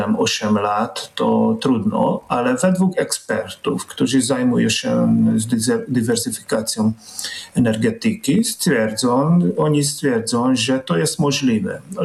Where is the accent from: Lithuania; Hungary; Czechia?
Hungary; now in Bydgoszcz, Poland; Może jako Węgier